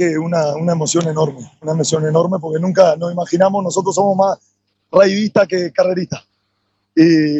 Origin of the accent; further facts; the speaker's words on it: Sarandí, Uruguay; somos todos de Sarandí allí y alrededores